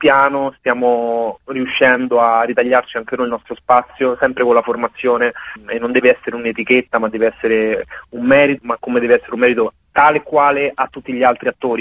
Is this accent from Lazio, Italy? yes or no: yes; Rome, Lazio, Italy; io sono nato e cresciuto a Roma da genitori immigrati africani.